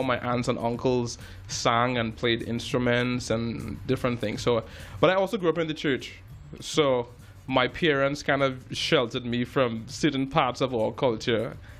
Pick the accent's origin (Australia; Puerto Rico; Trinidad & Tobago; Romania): Trinidad & Tobago; Port of Spain; moved away as an adult; also born or lived in United States; now in Toronto, Canada; I grew up in Belmont, Trinidad. I grew up around culture. Grew up, a 50-minute walk to the Savannah.